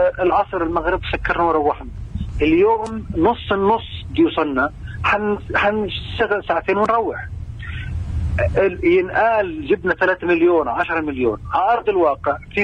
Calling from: Hebron, West Bank, Palestine; انا بحكي من الخليل.

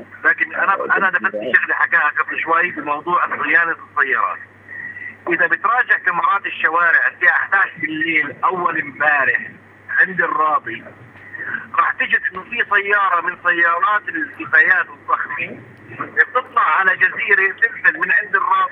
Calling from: Bethlehem, West Bank, Palestine; انا مواطن من بيت لحم،

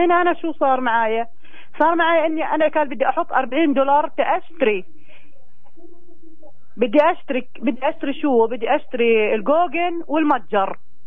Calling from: Bethlehem, West Bank, Palestine; أنا مرة من بيت لحم،

